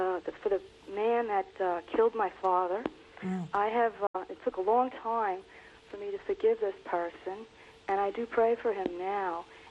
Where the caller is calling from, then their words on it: Massachusetts, United States; I'm from Massachusetts.